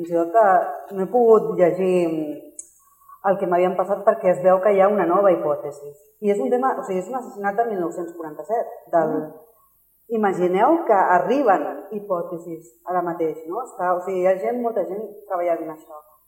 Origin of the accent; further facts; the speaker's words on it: El Papiol, Catalonia, Spain; also born or lived in Badalona; now in Cubelles, Spain; Doncs vinc del Papiol. Ah. Badalona, el Papiol i ara...